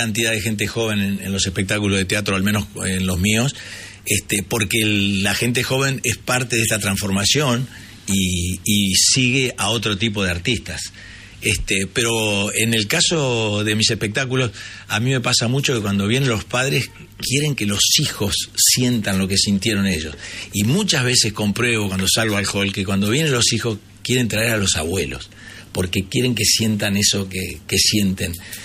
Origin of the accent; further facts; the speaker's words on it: Paraná, Entre Ríos, Argentina; born there; Yo nací en Paraná, en Entre Ríos, en el barrio La Alcantarilla.